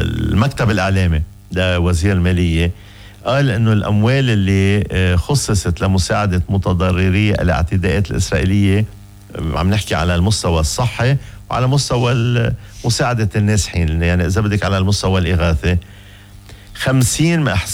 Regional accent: Lebanon

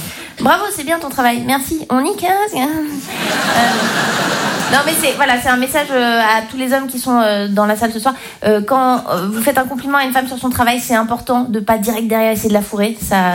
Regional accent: Romandy, Switzerland; Donc moi, je viens de Suisse romande. Chez moi, on parle français, mais en même temps, on n'a pas la même psychologie que les Français.

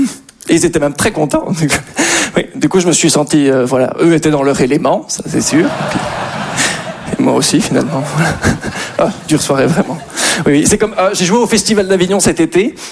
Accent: Belgium; Je suis belge.

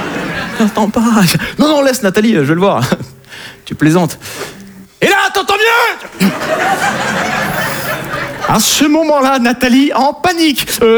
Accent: south of France, France; Hein, je viens du sud de la France.

